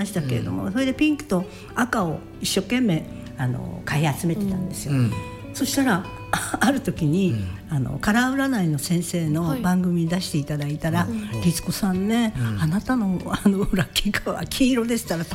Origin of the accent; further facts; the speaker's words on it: Sapporo, Hokkaido, Japan; moved away as an adult; うちのおばあちゃんね、青森県出身なのね、うん、でお母ちゃんと私が札幌で生まれ育ったんですけれども、うん、もうすごいガチガチのやっぱり北海道人